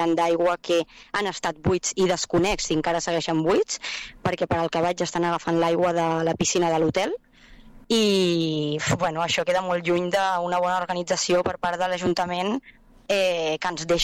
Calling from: Catalonia, Spain; jo fa poquet soc veïna del Farell, ara farà un any

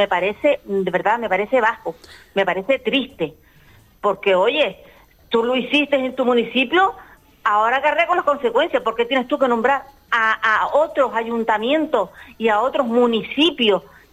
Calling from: Firgas, Canary Islands, Spain

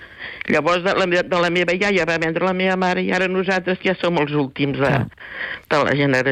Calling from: Cerdanyola del Vallès, Catalonia, Spain; jo soc de Cerdanyola, nosaltres vivim a Cerdanyola.

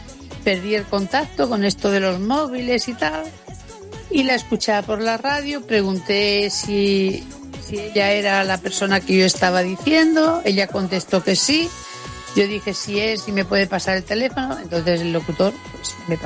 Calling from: Sabadell, Catalonia, Spain; de Sabadell

